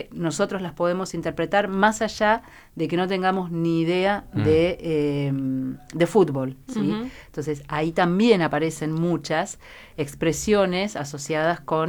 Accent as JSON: {"language": "Spanish", "country": "Argentina", "said": "nosotros como argentinos"}